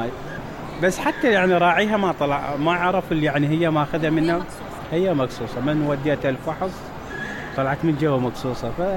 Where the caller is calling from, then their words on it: Najaf, Najaf Governorate, Iraq; كنت كاشير ببازار بالنجف. انا طبعا من اهل النجف.